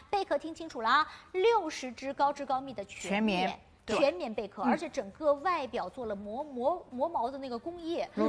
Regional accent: China; 这就是我们中国人的行事风格，对不对？

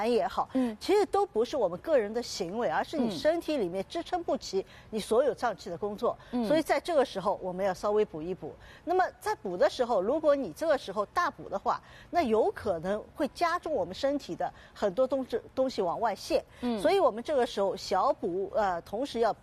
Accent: China; 所以整个这个甜品就是我们中国人的那个下午茶甜品

